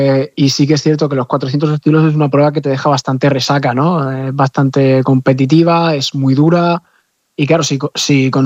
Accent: Spain; somos 3 apuntados españoles

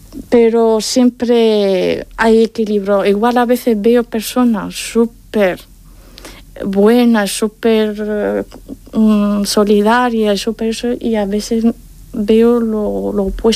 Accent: Morocco; muchas veces no creían que soy marroquí. Hombre, ¿eres marroquí?

